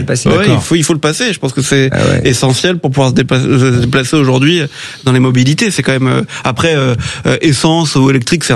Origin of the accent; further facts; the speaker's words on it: Paris, Île-de-France, France; born there; je suis parisien de naissance.